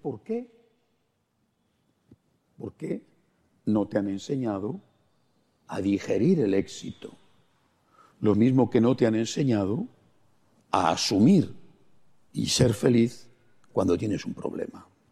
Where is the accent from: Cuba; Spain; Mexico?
Spain; En mi país, en España, no tenemos niños.